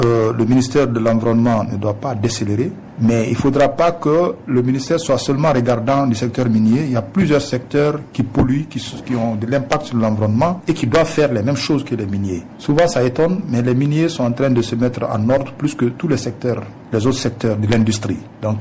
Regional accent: Guinea; je suis guinéen.

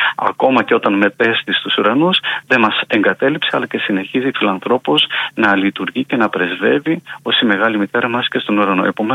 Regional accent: Greece; εμείς οι Ορθόδοξοι Έλληνες

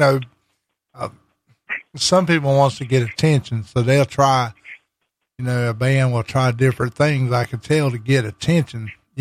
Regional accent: the South, United States; I'm a southern boy.

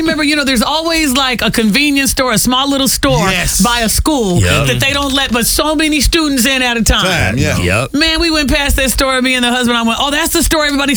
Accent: Fort Hood, Texas, United States; also born or lived in Seattle / Germany; I was born in Seattle, right? Mm-hmm. Correct. Yeah. My mom remarried when I was like 9 years old. We went to Germany after they got married. I was about 10. And then we ended up in Texas, Fort Hood, Texas.

